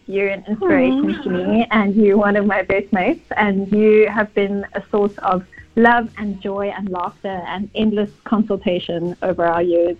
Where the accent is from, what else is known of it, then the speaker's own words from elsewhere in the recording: Cape Town, Western Cape, South Africa; now in Durban, South Africa; I'm Durban, originally from Cape Town, but I've been here for about 11 years now.